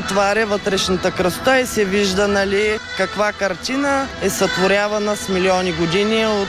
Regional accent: Ezerovo, Plovdiv Province, Bulgaria; now in Parvomay, Bulgaria; от малка в моето родно село Езерово имаме кварцова кариера

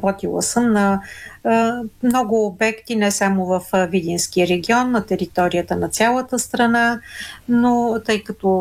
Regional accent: Belogradchik, Vidin Province, Bulgaria

